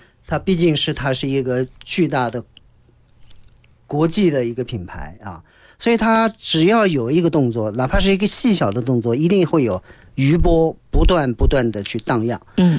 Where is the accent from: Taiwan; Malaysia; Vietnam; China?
China; 我们中国人